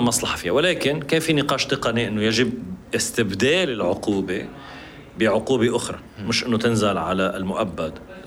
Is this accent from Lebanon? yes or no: yes; Lebanon; نحن كلبنانيين والدولة اللبنانية